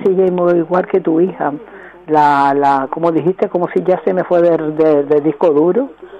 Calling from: Canary Islands, Spain; soy más canaria que el gofio

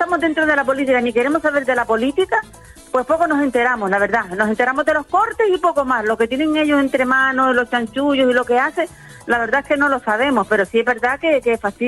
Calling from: Firgas, Canary Islands, Spain; de aquí de Firga.

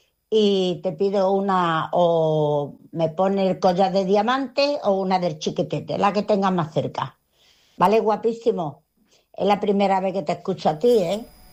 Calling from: Montgat, Catalonia, Spain; Soy presen de Mongá, pero ahora estoy en Santander con mi nieto, en Meruelo.

